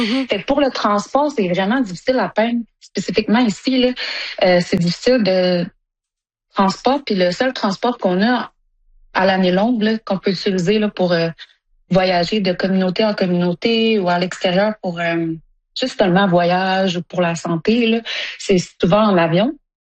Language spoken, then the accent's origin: French; Sept-Îles, Quebec, Canada; moved away as an adult; now in Iqaluit, Canada; Ben moi j'ai grandi à Sept-Îles parce que j'étais avec mon père. Puis ma mère, elle vient de Iqaluit. Puis j'ai déménagé là quand j'avais 19 ans.